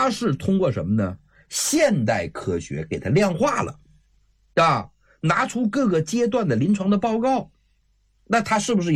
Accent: China; 但是你发现我们中国人做饭做菜啊，

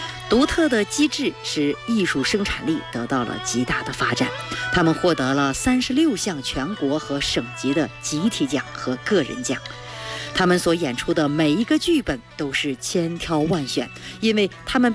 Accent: Henan, China; 这是我们河南人对孩子那种夸张表情或者语言的一种称赞吧。

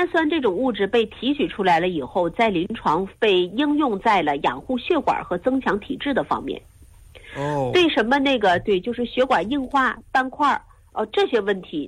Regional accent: Northeast China, China; 我们老家就长白山脉

